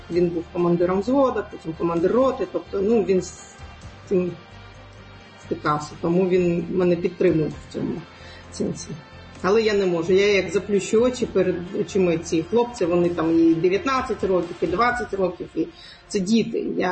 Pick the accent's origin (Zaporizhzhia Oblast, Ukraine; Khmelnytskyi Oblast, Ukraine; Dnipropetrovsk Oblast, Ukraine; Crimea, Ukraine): Crimea, Ukraine; Я кримська татарка, ми мусульмані всі.